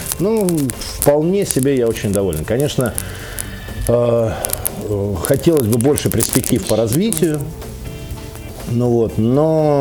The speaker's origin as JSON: {"language": "Russian", "region": "Saint Petersburg", "country": "Russia", "moved": "yes", "lives_now": "Moscow, Russia", "said": "я как петербуржец, живущий в Москве"}